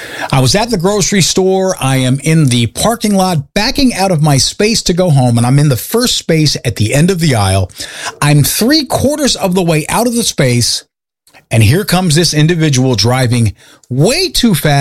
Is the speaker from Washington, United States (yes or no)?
yes; Seattle, Washington, United States; from Seattle.